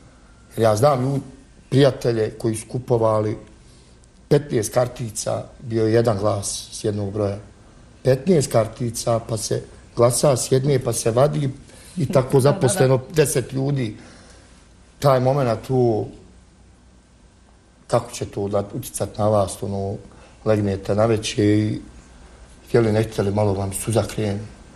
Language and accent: Bosnian; Bosnia & Herzegovina; bio sam samo ja kao Bosanac